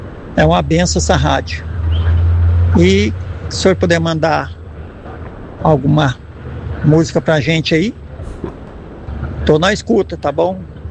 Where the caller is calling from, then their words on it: Foz do Iguaçu, Paraná, Brazil; Eu sou frentista, trabalho aqui na saída de Foz do Iguaçu.